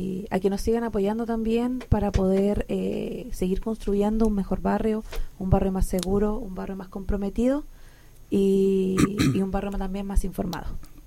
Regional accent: Yungay, Ñuble, Chile; born there; moved away as an adult; also born or lived in Concepción; yo estudié en San Baquedano y en el Liceo de Yungay.

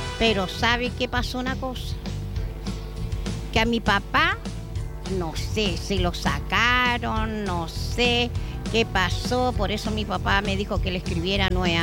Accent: Chile; siempre tengo que estar trabajando, poniéndole el hombro como buena chilena

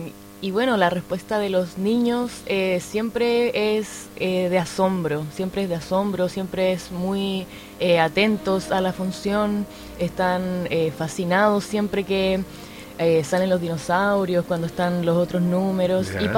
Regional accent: Chile; Yo soy chilena.

